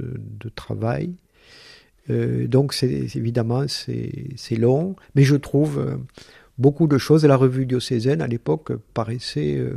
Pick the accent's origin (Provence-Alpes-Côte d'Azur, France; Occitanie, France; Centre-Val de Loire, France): Occitanie, France; Albi; born there; moi je suis issu de l'école Sainte-Marie d'Albi, donc j'ai fait toutes mes études secondaires